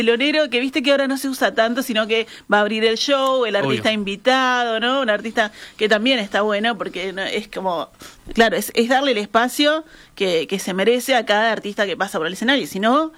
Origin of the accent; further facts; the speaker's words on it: Uruguay; Tiene que estar bueno el mate, porque soy uruguayo